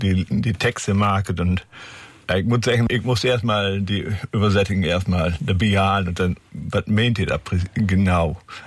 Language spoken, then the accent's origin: German; Meppen, Lower Saxony, Germany; also born or lived in Beckum; Na, ich komme aus Meppen.